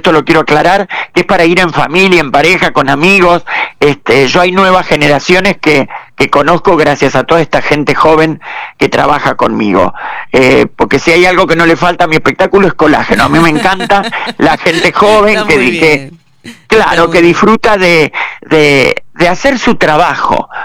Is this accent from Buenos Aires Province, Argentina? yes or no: no; Santa Fe, Argentina; moved away as an adult; now in Paraná, Argentina; de estos 39 años, 24 son acá en Paraná, pero también hay otro tanto que yo hice en mi ciudad natal, que fue Santa Fe.